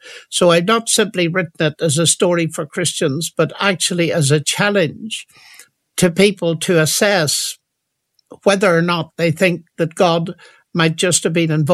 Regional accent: Northern Ireland, United Kingdom; moved away; The troubles hadn't started when I was young. They actually were later. I left Ireland before they'd started in earnest

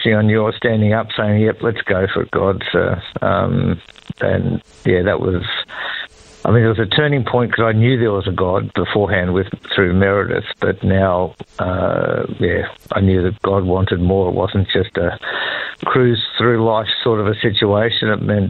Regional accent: Ballarat, Victoria, Australia; moved away as an adult; also born or lived in Northern Territory / Queensland; I was born and raised on Wathaurong land, which is in Ballarat in Victoria. So was there for the first 21 years of my life, and then a couple of years in Benalla, and then about 40 years in the Territory.

